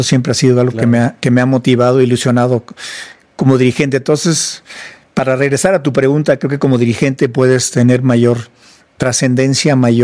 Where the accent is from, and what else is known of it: Mexico; born or raised there; also born or lived in United States